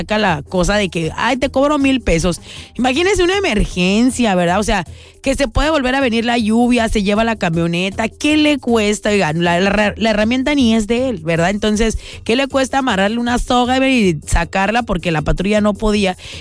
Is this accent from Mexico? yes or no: yes; Mexico